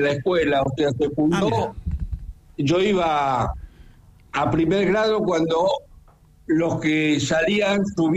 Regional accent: Castelar, Buenos Aires Province, Argentina; viví toda, prácticamente toda mi vida en Castelar, en la provincia de Buenos Aires.

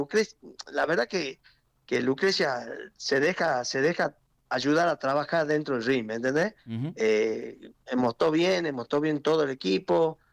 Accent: Tucumán, Argentina; salí afuera, afuera, me refiero de Tucumán a Santiago, ya estaba afuera.

